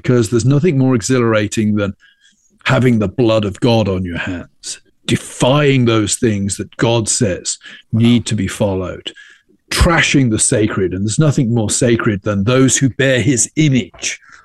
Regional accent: England, United Kingdom; When I was growing up in Europe, the political debates in England were, you know, they're about tax rates

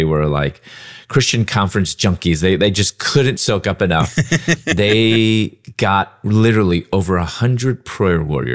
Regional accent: Chicago, Illinois, United States; moved away as an adult; also born or lived in Louisville / Atlanta; I'm originally from Chicago

